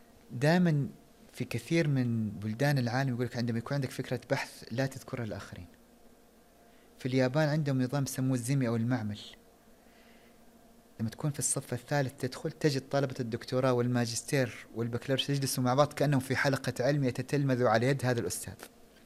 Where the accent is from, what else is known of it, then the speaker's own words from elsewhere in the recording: Saudi Arabia; moved away; قلت له من السعوديه.